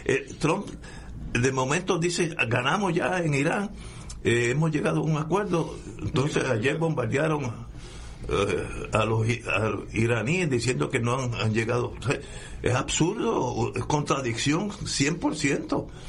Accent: Puerto Rico

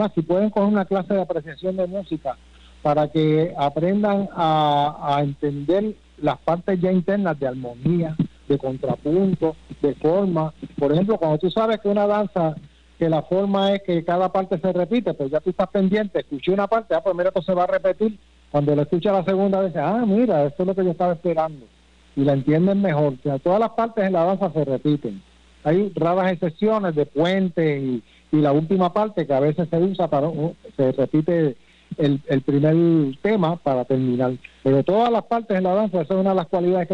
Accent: San Germán, Puerto Rico; now in Mayagüez, Puerto Rico; Llevo viviendo aquí más que lo que vivo en San Germán, pero aún así soy sanjermeño.

